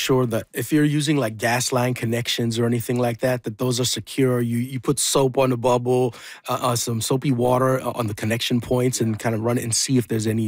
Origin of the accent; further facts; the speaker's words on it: Edmonton, Alberta, Canada; I grew up in Edmonton.